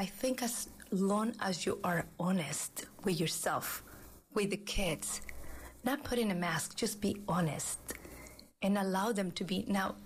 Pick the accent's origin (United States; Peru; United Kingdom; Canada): Peru; moved away; I was born and raised in Peru